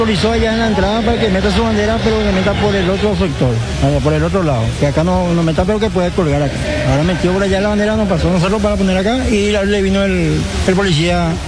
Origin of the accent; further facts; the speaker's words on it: Quindío, Colombia; Soy de Quindío.